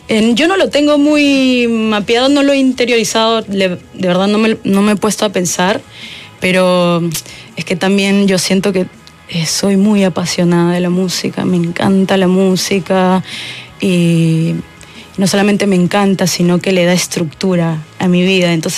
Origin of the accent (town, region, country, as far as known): Lima, Peru; born there